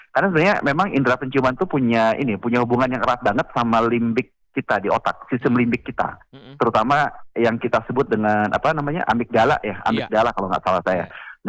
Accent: Kupang, East Nusa Tenggara, Indonesia; moved away; Iya, karena saya lahir di Kupang.

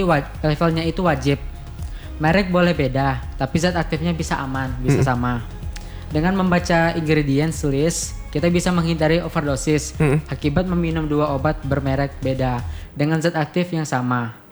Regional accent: Bengkulu, Indonesia; moved away as an adult; now in Bukittinggi, Indonesia; orang Bengkulu.

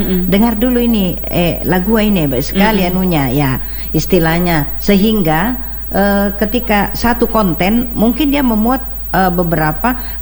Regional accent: South Sulawesi, Indonesia; accent: Makassar

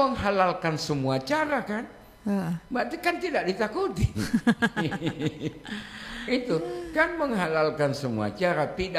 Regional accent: Gorontalo, Indonesia

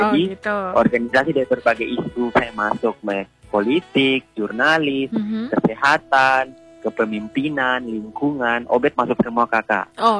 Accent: South Papua, Indonesia

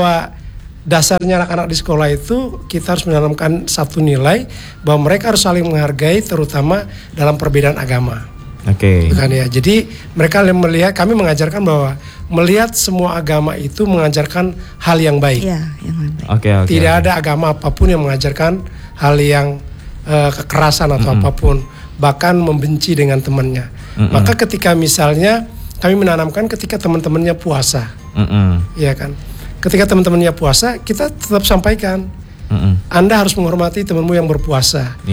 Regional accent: Flores, East Nusa Tenggara, Indonesia; moved away as an adult; now in Lampung, Indonesia; saya asli Flores ya. Saya 28 tahun di Lampung.

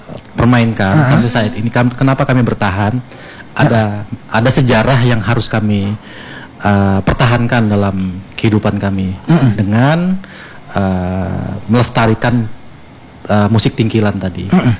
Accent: Tenggarong, East Kalimantan, Indonesia; born there; Iya, saya kelahiran Tenggarong.

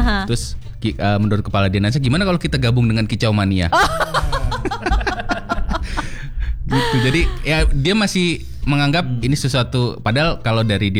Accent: Jakarta, Indonesia; sebagai orang Jakarta

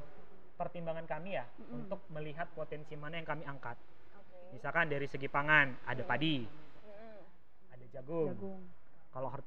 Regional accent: Riau, Indonesia; born there; moved away as an adult; now in Belu, Indonesia; ini Sumatera Barat, saya Riau.

